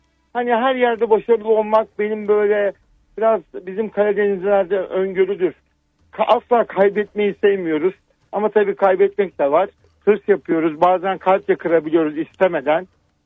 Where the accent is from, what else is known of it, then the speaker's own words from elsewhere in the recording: Trabzon, Turkey; Trabzonluyum, Trabzonspor taraftarıyım.